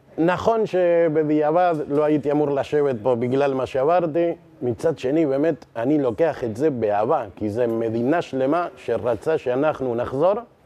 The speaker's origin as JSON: {"language": "Hebrew", "country": "Argentina", "tie": "born or raised there", "moved": "yes", "lives_now": "Israel", "said": "אני גדלתי בארגנטינה."}